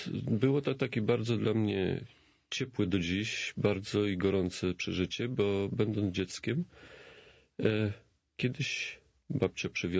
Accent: eastern Poland, Poland; I wychowałem się na wsi, na takiej bardzo drogiej wiosce na wschodzie.

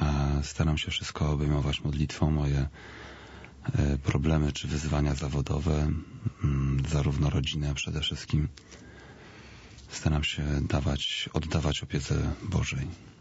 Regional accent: Łódź Voivodeship, Poland; born or raised there

